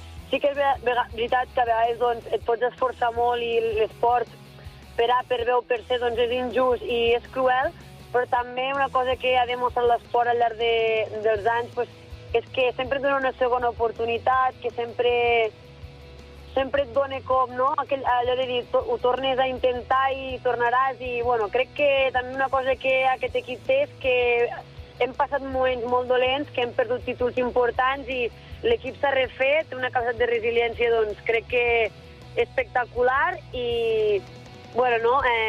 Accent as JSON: {"language": "Catalan", "town": "Vila-sana", "region": "Catalonia", "country": "Spain", "said": "amb el club del meu poble"}